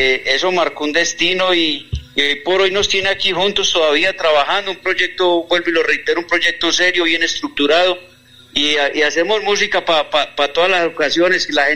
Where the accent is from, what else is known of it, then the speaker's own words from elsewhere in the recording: Marinilla, Antioquia, Colombia; yo soy de Marinilla y mi compañero es de Argelia, Antioquia. Dos montañeros del oriente de Antioquia